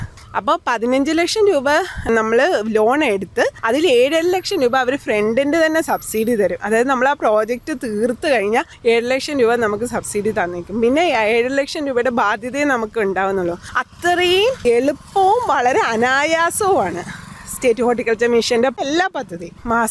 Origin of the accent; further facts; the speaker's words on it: Onattukara, Kerala, India; born there; ഞാൻ ഓണാട്ടുകരയാണ് ജനിച്ചത്. അപ്പോൾ ഒരു കാർഷിക സംസ്കാരമുള്ള നാടാണ്, ജീവിത രീതിയുള്ള നാടാണ്.